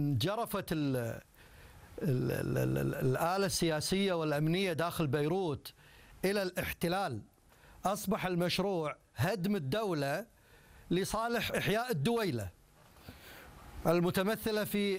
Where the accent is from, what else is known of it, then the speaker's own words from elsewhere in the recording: Iraq; لكن للأسف نحن دائما من العراق أستاذ عدنان أستاذنا الفاضل